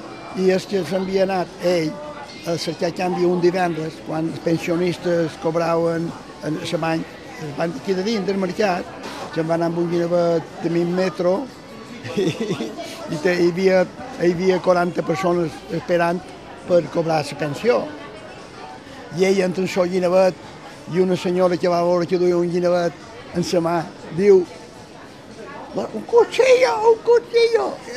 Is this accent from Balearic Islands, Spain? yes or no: yes; Palma, Balearic Islands, Spain; Quan vaig començar a caminar, ma mare pelava peus i jo estava a 50 metres de la nave dels xocs, de l'escorxador de Palma.